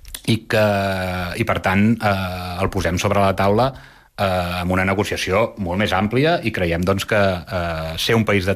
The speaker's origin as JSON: {"language": "Catalan", "town": "Mollet del Vallès", "region": "Catalonia", "country": "Spain", "said": "poso un exemple de Mollet a Sabadell, jo sóc de Mollet"}